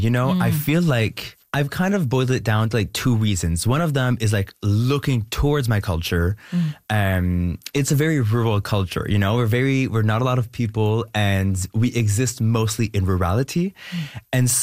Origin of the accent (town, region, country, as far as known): Canada